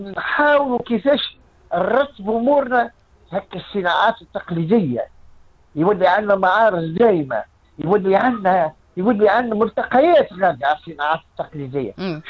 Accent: Tunisia

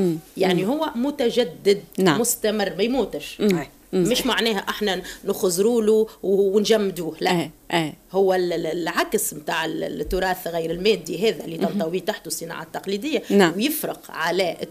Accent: Tunisia; عندنا 24 ولاية

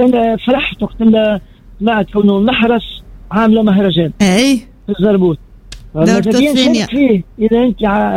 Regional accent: Tunis, Tunis Governorate, Tunisia; أنا من تونس نهبط للشفاقس

